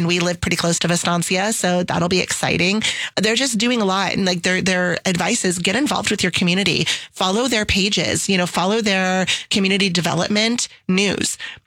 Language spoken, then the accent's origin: English; Peoria, Arizona, United States; I'm a Peoria girl through and through. So we were born and raised in South Peoria. We live in North Peoria.